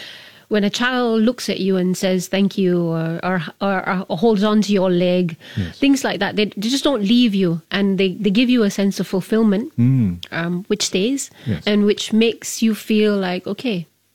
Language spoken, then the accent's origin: English; Singapore; And, being properly Singaporean.